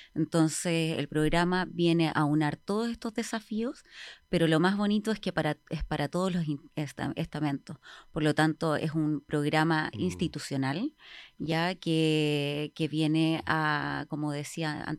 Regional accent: Valparaíso, Chile; moved away as an adult; Bueno, yo soy de Valparaíso. Nacida y criada en Valparaíso y después de la pandemia yo me vine al sur. De aventura, con ese sueño nortino me vine a buscar nuevos horizontes al sur.

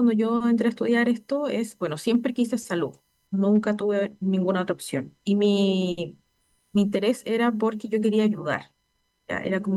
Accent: Chiloé, Los Lagos, Chile; now in Puerto Montt, Chile; soy chilota de origen, pero no me alejé mucho de mi isla, así que estoy aquí cerca.

